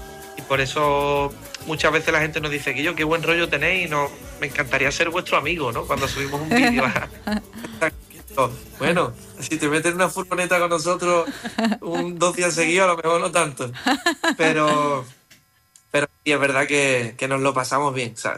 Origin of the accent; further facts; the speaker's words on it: Cádiz, Andalusia, Spain; En Cádiz vamos a hacer solo una, igual que el año pasado, que es en mi tierra, que es súper especial